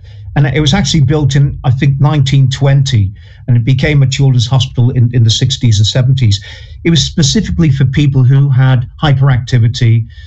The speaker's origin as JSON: {"language": "English", "town": "Rock Ferry", "region": "North West England", "country": "United Kingdom", "tie": "born or raised there", "said": "I grew up in Rock Ferry, which is part of Wirral"}